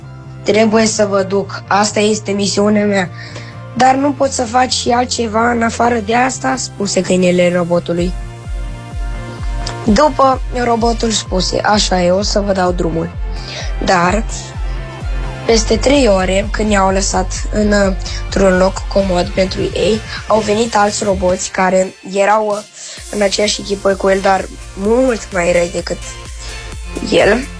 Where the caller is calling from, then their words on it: Bucharest, Romania; din București și am 10 ani